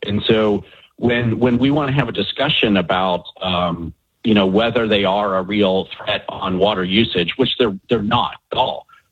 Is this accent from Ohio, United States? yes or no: yes; Ohio, United States; So I remember growing up in Northeast Ohio, there was this idea of energy production that would be coming there. And this was very exciting in Northeast Ohio and Youngstown, Ohio, because we had been losing jobs for so long.